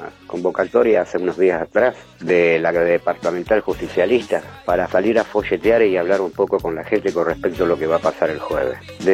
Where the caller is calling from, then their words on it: Rosario, Santa Fe, Argentina; de Rosario.